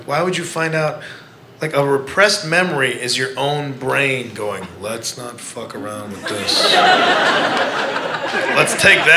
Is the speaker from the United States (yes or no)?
yes; Midwest, United States; I'm from the Midwest, and so it's weird to come out here and find out that people go to casual therapy.